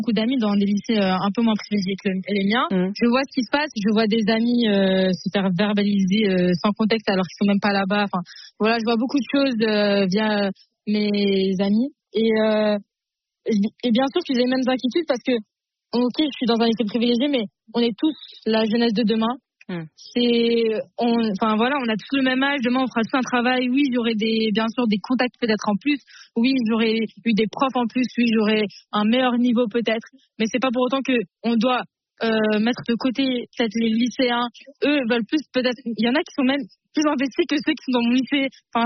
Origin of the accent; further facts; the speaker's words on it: Île-de-France, France; Je viens du 94.